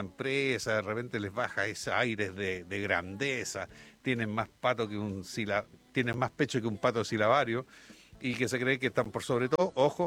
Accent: Chile; esto ha sido nuevamente una vergüenza para nosotros como chilenos

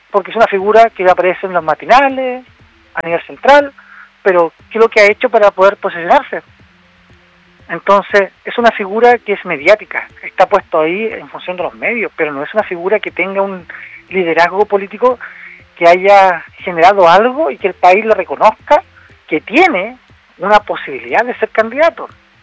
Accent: Iquique, Tarapacá, Chile; yo soy de Iquique, trabajo en Puerto Montt, la Universidad Austral, pero soy de Iquique, mi vida está en Iquique

